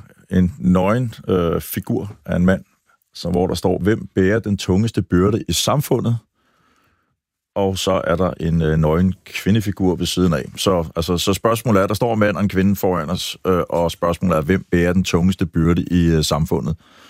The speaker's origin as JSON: {"language": "Danish", "town": "Bagsværd", "region": "Capital Region of Denmark", "country": "Denmark", "tie": "born or raised there", "also_born_or_lived": "Holte / Nørrebro / Florida", "lives_now": "Øresund coast, Denmark", "said": "jeg er vokset op ved Bagsvær Sø, og kigget på søen siden jeg var lille, så flyttede jeg til Holte og ned til en sø, altså da jeg selv sådan flyttede hjemmefra, jeg var lige forbi Nørrebro 10 år, altså så var ikke meget sø"}